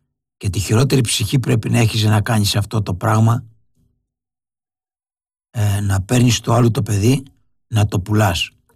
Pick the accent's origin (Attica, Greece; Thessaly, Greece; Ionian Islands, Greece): Ionian Islands, Greece; Englouvi; moved away; Εγώ είμαι από Εγκλουβί.